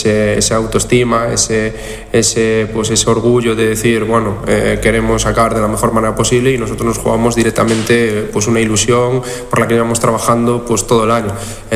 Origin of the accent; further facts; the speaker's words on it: Galicia, Spain; soy gallego